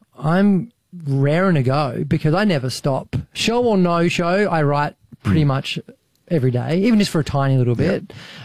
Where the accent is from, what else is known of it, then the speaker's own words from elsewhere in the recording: Melbourne, Victoria, Australia; accent: Melbourne; They call out my Melbourne accent a lot on our pod.